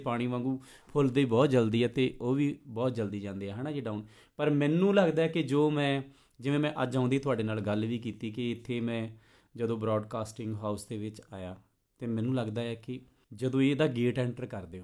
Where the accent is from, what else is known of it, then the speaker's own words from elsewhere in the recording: Punjab, India; ਮੈਂ ਤਰਨ ਤਾਰਨ ਜ਼ਿਲ੍ਹੇ ਦਾ, ਉਹ ਬਿਲਕੁਲ ਬਾਰਡਰ 'ਤੇ ਸਾਡਾ ਪਿੰਡ ਆ, ਹੈ ਨਾ